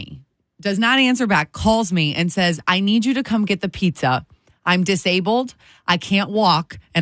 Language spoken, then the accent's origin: English; Michigan, United States; moved away; I grew up in Michigan